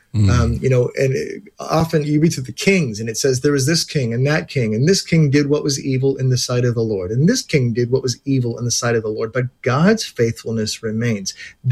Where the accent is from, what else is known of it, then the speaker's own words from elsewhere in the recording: Pittsburgh, Pennsylvania, United States; moved away as an adult; I was a little chilly after 17 years in Pittsburgh.